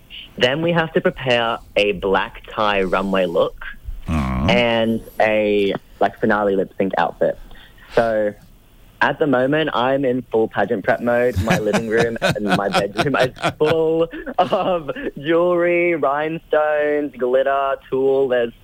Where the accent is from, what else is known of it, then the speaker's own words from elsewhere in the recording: Mackay, Queensland, Australia; I'm from a small town up on the east coast, Mackay, and we don't get drag.